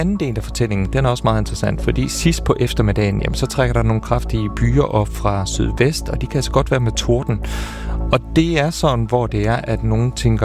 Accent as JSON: {"language": "Danish", "town": "Viborg", "region": "Central Denmark Region", "country": "Denmark", "tie": "born or raised there", "said": "jeg er fra Midt- og Vestjylland, jeg er fra Viborg."}